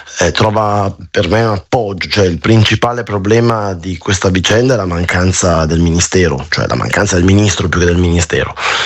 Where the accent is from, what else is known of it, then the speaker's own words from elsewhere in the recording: Brescia, Lombardy, Italy; io non sono di Taranto ma sono di Brescia